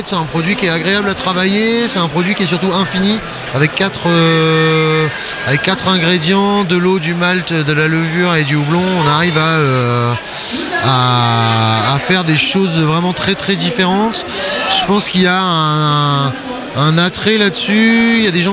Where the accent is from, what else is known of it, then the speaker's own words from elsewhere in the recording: Hauts-de-France, France; now in Brittany, France; parce que je viens du Nord